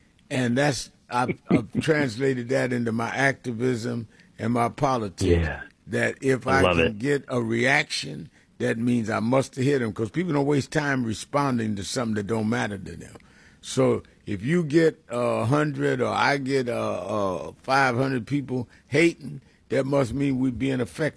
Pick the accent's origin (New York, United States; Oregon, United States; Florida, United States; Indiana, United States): New York, United States; I was born and raised in New York, but my mother would go to Alabama, her hometown where she was born.